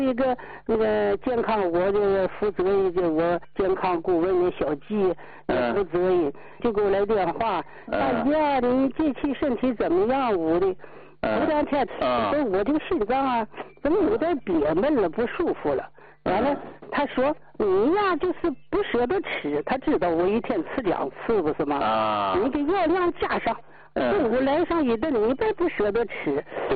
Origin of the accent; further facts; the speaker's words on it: Dalian, Liaoning, China; 大连的呀，